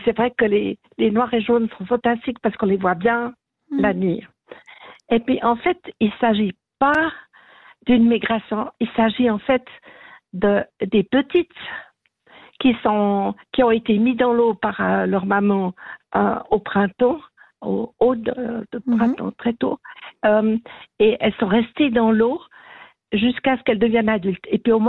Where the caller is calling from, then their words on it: Aigle, Vaud, Switzerland; J'habite à Aigle